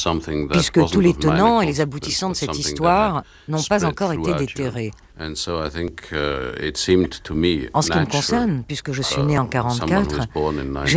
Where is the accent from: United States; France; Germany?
Germany; à partir du moment où on est originaire d'Allemagne, la question de la mémoire se pose de façon bien plus aiguë que pour toute autre nationalité.